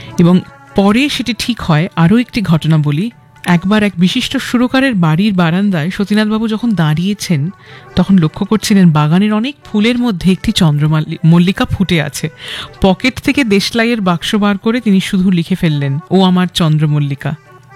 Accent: Kolkata, West Bengal, India; গোটা কলকাতা শহর, পশ্চিমবঙ্গ এবং ভারতবর্ষে আমরা জন্মেছি, সার্থক জন্ম আমাদের এই দেশে

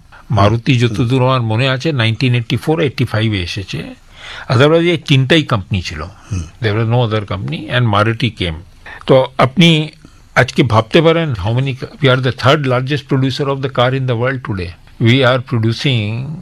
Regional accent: India; born there; আমি ভারতবর্ষে জন্ম নিলাম, আমার জন্ম পাকিস্তানে হয়নি, আমার জন্ম বাংলাদেশে হয়নি, আর তারপরে যদি আমাকে পার্টিশনের পরে বাংলাদেশেও যেতে হলো না, পার্টিশনের পরে পাকিস্তানে যেতে হলো না।

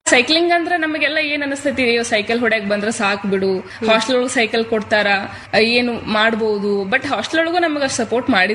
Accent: Karnataka, India; ನಮ್ಮ ಊರ್ ನಿಯರ್ ಜಮಖಂಡಿ ಅಂತ ಹೇಳಿ ನಮ್ ತಾಲೂಕ್ ರೀ

